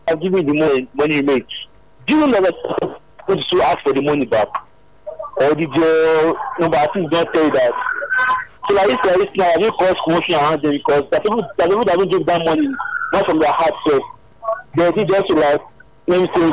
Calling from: Abuja, Federal Capital Territory, Nigeria; from Abuja.

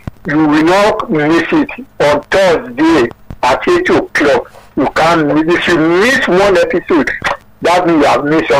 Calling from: Abuja, Federal Capital Territory, Nigeria; From Abuja.

